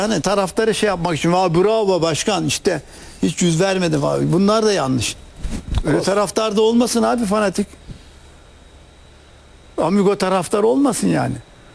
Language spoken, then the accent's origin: Turkish; Çorum, Turkey; Ben Çorumluyuz.